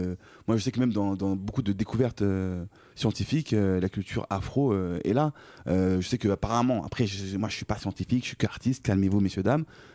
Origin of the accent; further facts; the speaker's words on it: France; Oui, ça va. Je suis français aussi, donc ça va.